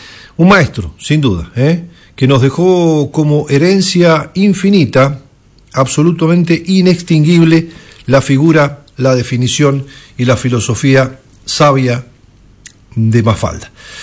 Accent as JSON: {"language": "Spanish", "town": "San Rafael", "region": "Mendoza", "country": "Argentina", "tie": "born or raised there", "moved": "yes", "said": "decían en mi pueblo allá en San Rafael."}